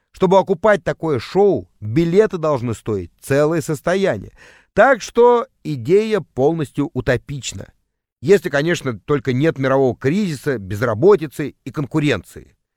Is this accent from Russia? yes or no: yes; Leningrad, Saint Petersburg, Russia; К концу фильма ленинградский школьник точно знал, чем хочет заниматься. Сделать в родном городе такое же заведение.